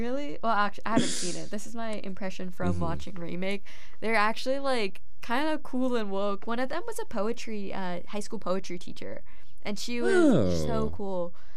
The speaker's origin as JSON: {"language": "English", "country": "Pakistan", "said": "And I was like, no, I'm Pakistani."}